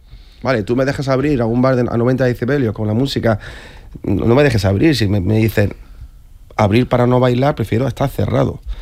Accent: Córdoba, Andalusia, Spain; born or raised there; moved away

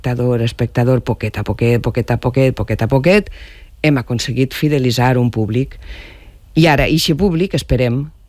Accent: Alcoy, Valencian Community, Spain; i jo, que sóc d'Alcoi.

